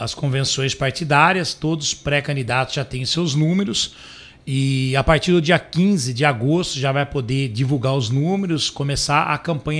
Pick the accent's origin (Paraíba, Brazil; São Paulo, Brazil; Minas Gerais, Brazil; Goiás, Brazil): São Paulo, Brazil; Itapetininga; que eu sou aqui da cidade de Itapetininga, fui vereador por quase 20 anos.